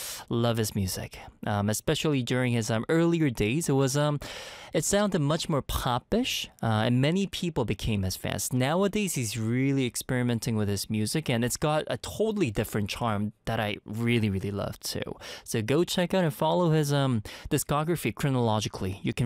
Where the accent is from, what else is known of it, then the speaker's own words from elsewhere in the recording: Canada; moved away as an adult; now in Korea; I was raised in Canada. I left the country a long time ago.